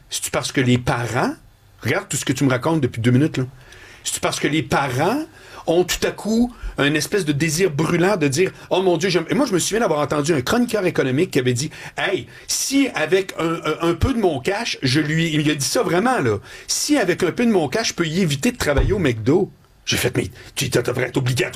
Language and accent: French; Quebec City, Quebec, Canada; moved away as an adult; now in Montreal, Canada; Mais la réalité, c'est que je suis parti de Québec. J'avais 23, 24.